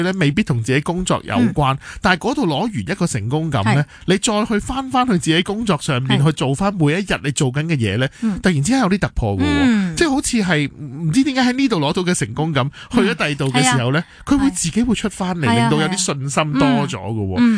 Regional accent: Hong Kong; 我哋香港人

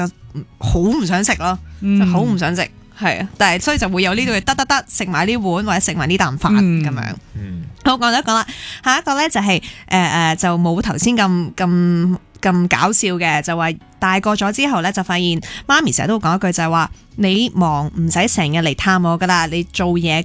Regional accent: Dongguan, Guangdong, China; 我系东莞人啊！

